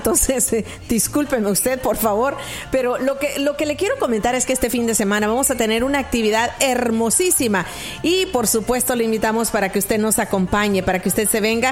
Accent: El Salvador; moved away; Y no somos muchas las salvadoreñas.

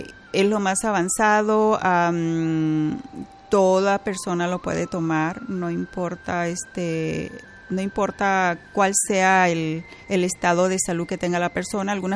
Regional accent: Culiacán, Sinaloa, Mexico; Yo soy de México, del estado de Sinaloa.

